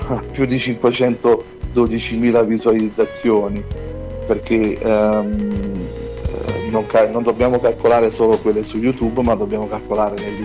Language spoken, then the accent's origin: Italian; Naples, Campania, Italy; moved away as an adult; also born or lived in Milan / Varese / Modena / Ferrara; io sono nato e cresciuto a Napoli